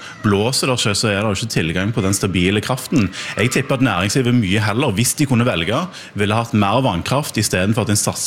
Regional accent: Rogaland, Norway; der jeg kommer fra i Rogaland, kan du omtrent ikke snu deg rundt uten å se vindmøller

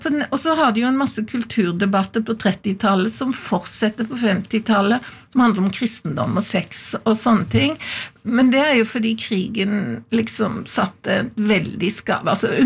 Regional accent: Farsund, Agder, Norway; born there; Jeg er født i Farsund, på Lista, men der har jeg jo aldri bodd.

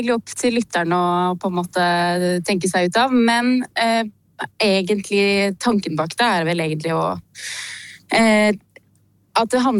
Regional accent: Gjøvik, Innlandet, Norway; jeg født og oppvokst hjemme på Gjøvik med en far fra Irak og en mamma fra Norge, fra Toten.

